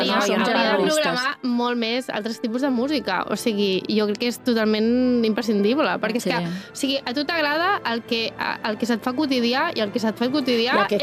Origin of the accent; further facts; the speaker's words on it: Castellbisbal, Catalonia, Spain; en el cas del meu poble, o sigui, Castellbisbal no és un poble gaire gran, vull dir, no estem parlant, no és ni Sant Cugat ni és Terrassa.